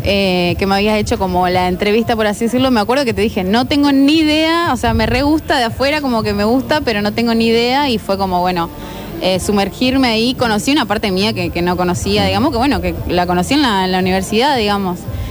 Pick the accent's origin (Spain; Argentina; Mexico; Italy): Argentina; San Jaime de la Frontera, Entre Ríos; moved away; vengo desde San Jaime de la Frontera, Entre Ríos, no soy de Corrientes